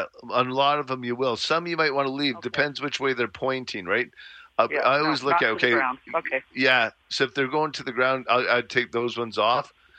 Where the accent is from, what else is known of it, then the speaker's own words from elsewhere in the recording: Calgary, Alberta, Canada; I grew up in Bowness